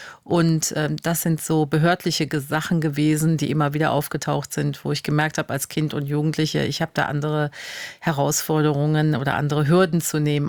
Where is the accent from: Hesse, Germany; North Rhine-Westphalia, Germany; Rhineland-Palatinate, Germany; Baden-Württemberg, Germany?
Rhineland-Palatinate, Germany; Unkel; Das ist bei uns in Unkel Scheuren, wo ich aufgewachsen bin, der Döppekuchen gewesen.